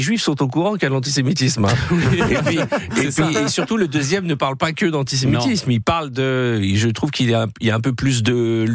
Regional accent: France; J'ai une empathie, je sais pas, moi je suis français, moi je m'occupe pas de la politique israélienne, on a déjà du mal à comprendre la politique en France.

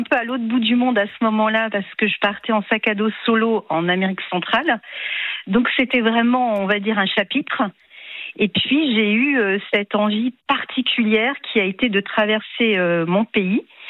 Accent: Grand Est, France; Alors, je suis vraiment originaire d'Alsace

